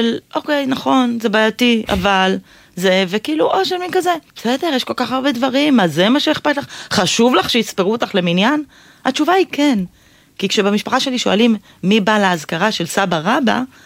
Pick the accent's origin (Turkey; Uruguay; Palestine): Palestine; West Bank; אז גדלתי בציונות הדתית ביישוב בגוש עציון, שהיה יישוב בהרבה מובנים מאוד ליברלי